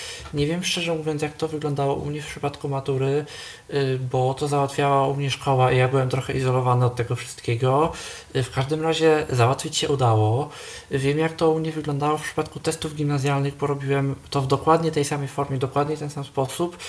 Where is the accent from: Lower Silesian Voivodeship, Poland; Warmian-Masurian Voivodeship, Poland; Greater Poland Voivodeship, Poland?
Greater Poland Voivodeship, Poland; Poznań; u nas w Poznaniu